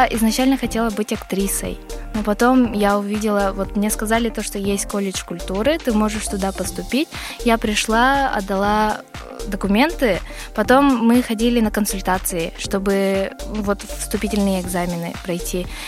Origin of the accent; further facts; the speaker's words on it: Yakutsk, Sakha Republic, Russia; moved away as an adult; now in Mirny, Russia; я из Якутска, вообще город Якутск, он сам большой